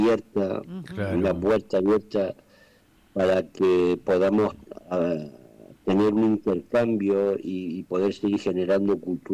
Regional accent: Canary Islands, Spain; Los canarios somos muy de latinos.

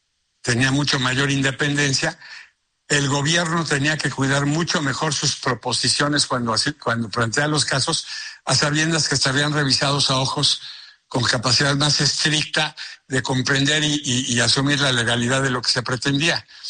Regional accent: Mexico; nos sostienen como abogados, como mexicanos

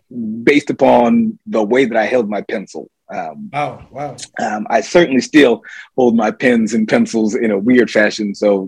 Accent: Ithaca, New York, United States; I am the youngest of 6 children, born and raised in Ithaca, New York.

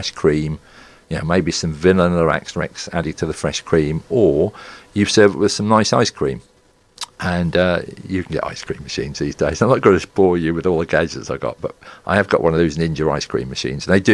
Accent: Stalham, East of England, United Kingdom; Stalham have... it's my hometown.

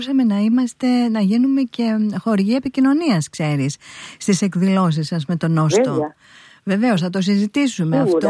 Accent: Greece; ως μια Ελληνίδα που ζεις αυτή τη χώρα

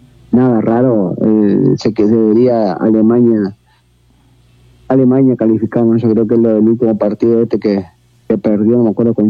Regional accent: Uruguay; nos caracterizaba a nosotros como jugadores uruguayos

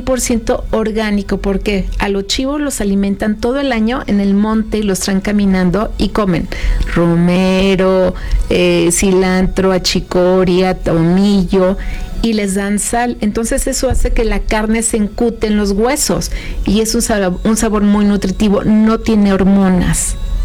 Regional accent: Mexico

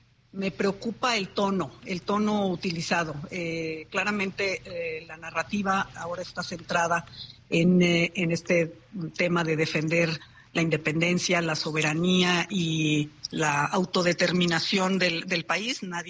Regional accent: Mexico; Esos son los enemigos que deberíamos de combatir como mexicanos

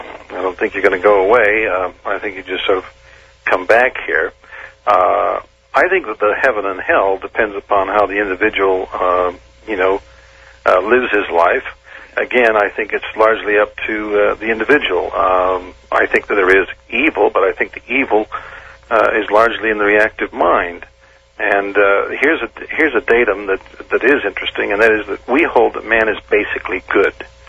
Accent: Utah, United States; I've experienced and watched that sort of thing in Utah when I grew up.

